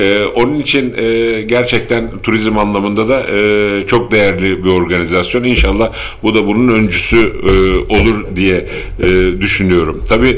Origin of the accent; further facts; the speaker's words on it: Afyonkarahisar, Turkey; bir Afyonlu olarak